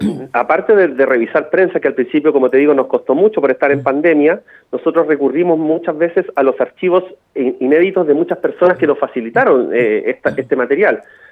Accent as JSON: {"language": "Spanish", "town": "Santiago", "region": "Santiago Metropolitan Region", "country": "Chile", "moved": "as an adult", "lives_now": "Valparaíso, Chile", "said": "yo todavía vivía en Santiago, yo soy santiaguino de origen, pero vivo hace 5 años aquí en Valparaíso"}